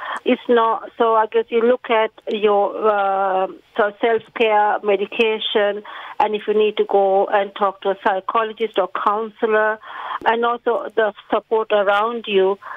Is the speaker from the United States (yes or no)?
no; Sri Lanka; now in Canberra, Australia; Yes, so my background is I'm from Sri Lanka, so I came over 30 plus years ago.